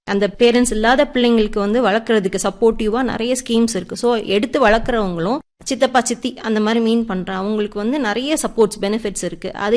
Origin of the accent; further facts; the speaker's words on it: Santhapuram, Tamil Nadu, India; also born or lived in Chennai; என்னோட சொந்த ஊர் வந்து சாந்தபுரம், ஆசாரி பள்ளத்துல இருந்து ஒரு 4 கிலோமீட்டர்ஸ்குள்ள இருக்குது. ஸ்கூலிங்லாம் நான் ஊர்ல தான் படிச்சேன், பிரைமரி இதெல்லாம்.